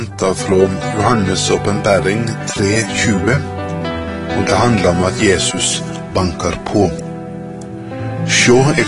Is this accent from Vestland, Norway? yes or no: yes; Bremnes, Vestland, Norway; born there; Jeg glemmer aldri mitt første vitnemål på Yngres hjemme på Bremnes.